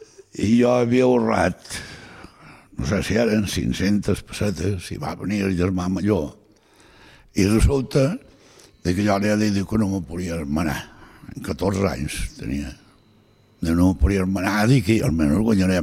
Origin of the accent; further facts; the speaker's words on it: Galicia, Spain; Catalan is a second language; jo la mala vaig veure per primera vegada quan vaig venir aquí, perquè jo som del centre de Galícia. I clar, no teníem mar, no teníem res.